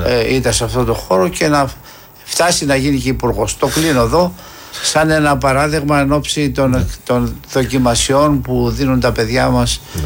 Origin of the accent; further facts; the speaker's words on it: Greece; όταν μια παρέα μικρών παιδιών βρεθήκαμε στο ποτάμι στον Αχελό, είναι δίπλα στο χωριό μου